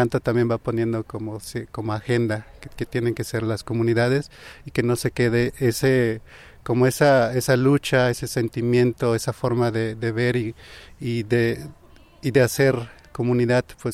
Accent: Huayacocotla, Veracruz, Mexico; soy del norte de Veracruz, de Guayacocotla.

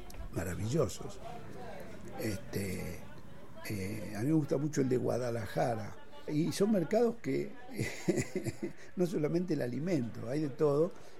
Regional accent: Argentina; moved away as an adult; Desde el 76 que salí de Argentina, yo llegué a Perú y hasta México tuve 6 meses para llegar.

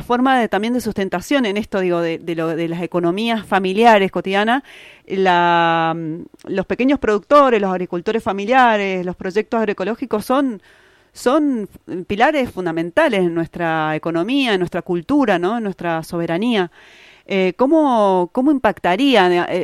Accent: Argentina; Sí, estaba pensando, digamos, en cuáles son las riquezas como pueblo argentino, qué es lo que no, digamos, con qué los y las argentinas no cotidianamente no trabajamos, con qué construimos

